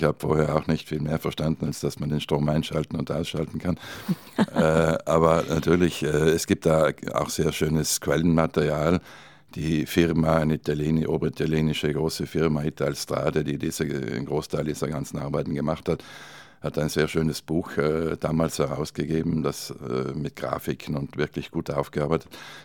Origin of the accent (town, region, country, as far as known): Trentino-Alto Adige, Italy